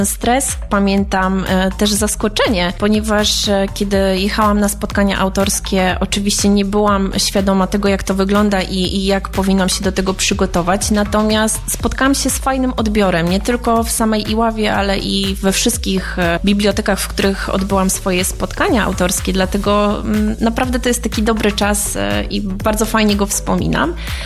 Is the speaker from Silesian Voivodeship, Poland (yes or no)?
no; Iława, Warmian-Masurian Voivodeship, Poland; Chcę, żeby wszędzie, gdzie pojawię się na spotkaniu autorskim, wybrzmiało, że jestem z Iławy.